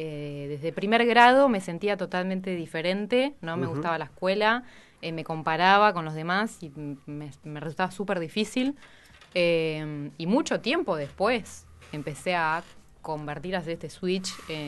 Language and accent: Spanish; Bahía Blanca, Buenos Aires Province, Argentina; Somos de Bahía, sí.